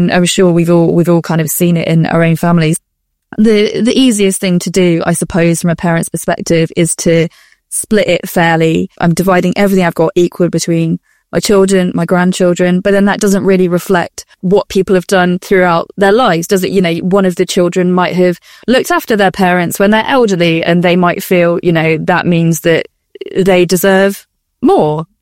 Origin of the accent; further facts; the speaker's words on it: United Kingdom; we're British.